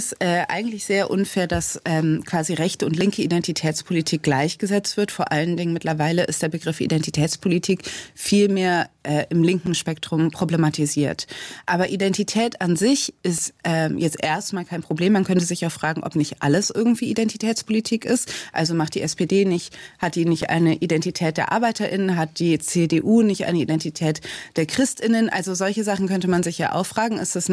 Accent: Cologne, North Rhine-Westphalia, Germany; ich bin Kölnerin, das heißt, da in unseren Traditionen steckt es auch.

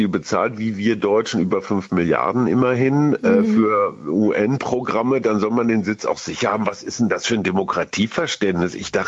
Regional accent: Germany; Wir fühlen uns ja schon auch ganz schön dufte als Deutsche.

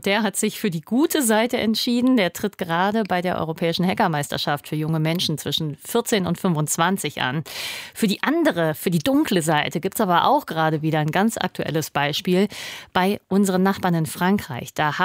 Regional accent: Saarland, Germany; wir fahren ja als Saarländer ab und an auch mal gerne über die Grenze in die französischen Supermärkte.

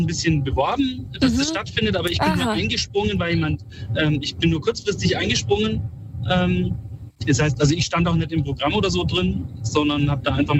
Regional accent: Bayreuth, Bavaria, Germany; born or raised there

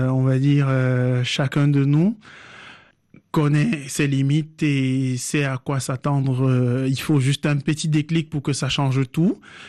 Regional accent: Yaoundé, Centre, Cameroon; born or raised there; moved away

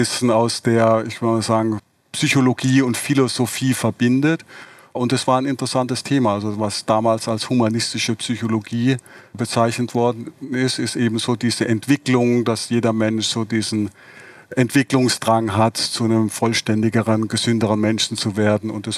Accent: Baden-Württemberg, Germany; ich bin ja im Raum Heidelberg aufgewachsen und habe in Karlsruhe Elektrotechnik studiert und in Mannheim Psychologie

